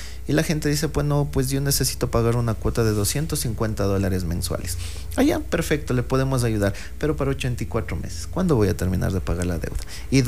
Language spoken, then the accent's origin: Spanish; Ecuador; nosotros como ecuatorianos